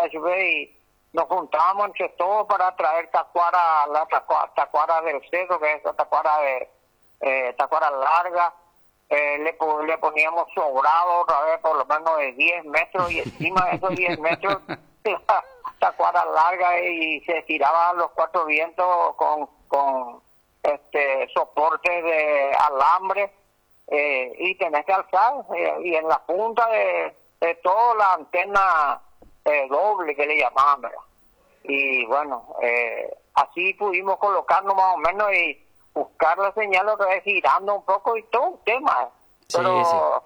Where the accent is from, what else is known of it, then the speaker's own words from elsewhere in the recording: Paraguay; como paraguayo y confiado en la garra guaraní